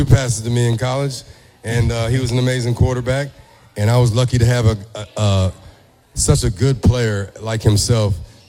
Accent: Colorado, United States; first language German; also born or lived in Alaska / North Carolina; because it was my first language. And then after that, after Alaska, I went to Colorado, and I lived there the rest of my life until I was 19 years old.

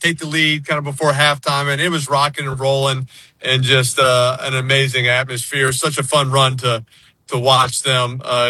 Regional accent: New Orleans, Louisiana, United States; I mean, I grew up in New Orleans. I knew what a parade was. I've kind of seen Mardi Gras and I thought that was crazy.

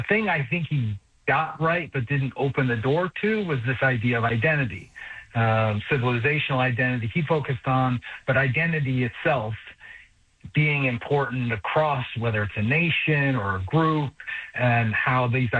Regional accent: United States; Well, we are all, we kind of take for granted that we're American.

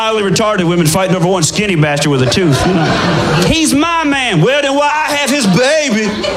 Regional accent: Oklahoma, United States; I'm from Oklahoma.

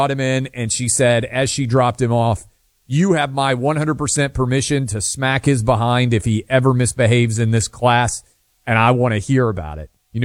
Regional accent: New York City, New York, United States; This is where I'm growing up in New York City.

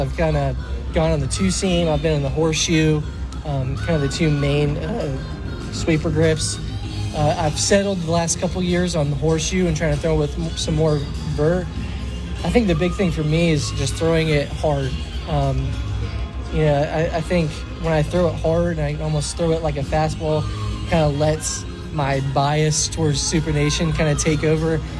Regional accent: Atlanta, Georgia, United States; Chipper growing up in Atlanta.

